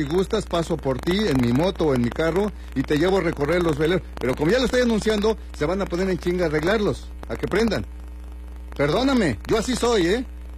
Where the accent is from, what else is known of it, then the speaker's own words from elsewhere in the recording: Mexico City, Mexico; Yo también soy de la Ciudad de México y tengo 35 años viviendo aquí y conozco perfectamente Acapulco.